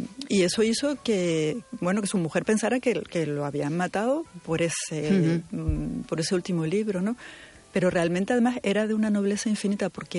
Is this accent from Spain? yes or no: yes; Spain